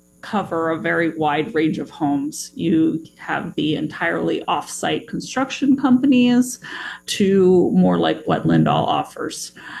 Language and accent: English; Pacific Northwest, United States; I was born and raised here and love the Pacific Northwest and hope to live here for the rest of my life.